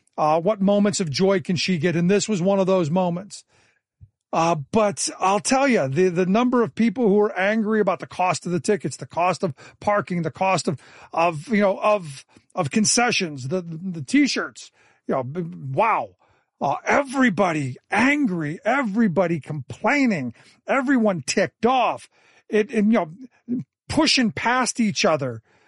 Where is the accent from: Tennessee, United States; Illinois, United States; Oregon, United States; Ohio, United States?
Ohio, United States; Cleveland; I grew up in Cleveland.